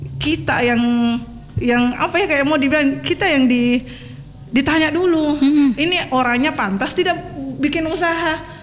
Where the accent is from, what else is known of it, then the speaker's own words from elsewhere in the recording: Mamuju, West Sulawesi, Indonesia; Di situ saya sendiri dari Mamuju. Dari Mamuju sendiri ikut gabung di chapter Makassar.